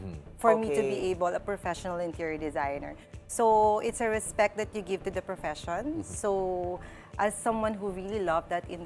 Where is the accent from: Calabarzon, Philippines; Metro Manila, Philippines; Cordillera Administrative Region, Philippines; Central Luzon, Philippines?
Central Luzon, Philippines; I'm from Pampanga, I know a lot of people there